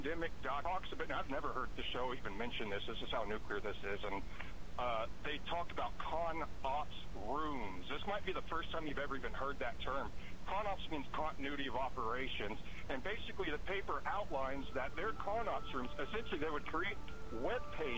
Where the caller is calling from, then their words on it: Texas, United States; West Texas.